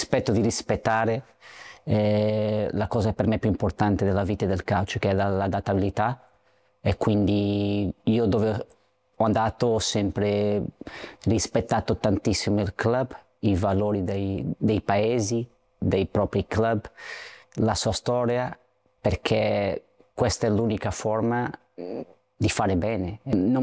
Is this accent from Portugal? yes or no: yes; Portugal; Italian is a second language; e come portoghese, come che non siamo molto diversi dagli italiani da tanti secoli che abbiamo girato al mondo.